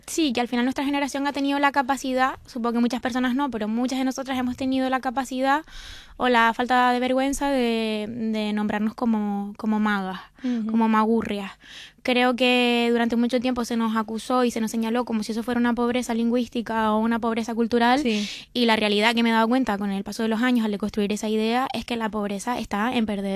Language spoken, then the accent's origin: Spanish; Canary Islands, Spain; es que yo soy canaria, también de una zona rural, y hay muchas palabras que tú utilizaste que yo no conocía.